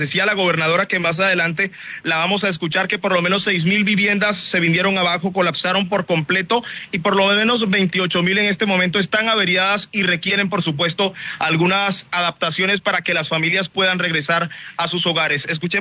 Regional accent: La Guajira, Colombia; now in Bogotá, Colombia; Yo soy de La Guajira, pero creo que ya me volví un poco citadino

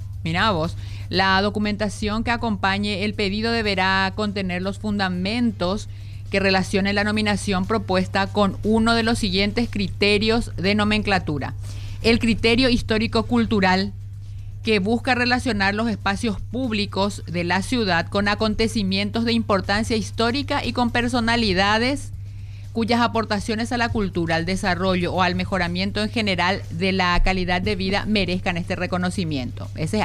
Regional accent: Lambaré, Central, Paraguay; yo soy de Lambaré

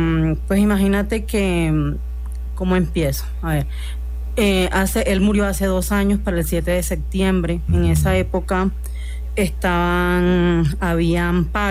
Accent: Caribbean Region, Colombia

